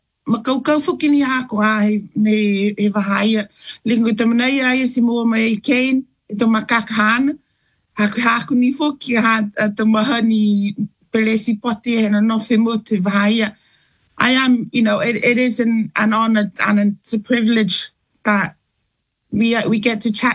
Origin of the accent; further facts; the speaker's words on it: Niue; now in Wales, United Kingdom; I am quite proud and I am quite happy that I've made my life here now with my children in Wales. Growing up in Niue, it is a different story to how it is over here now.